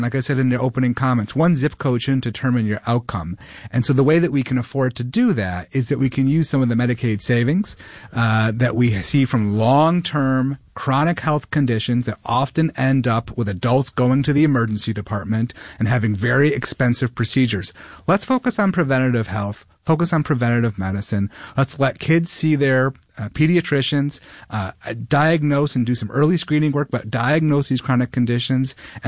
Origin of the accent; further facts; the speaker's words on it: Rochester, New York, United States; I was raised in Rochester, grew up here in the city, single mom who raised me and put me through the Rochester City School District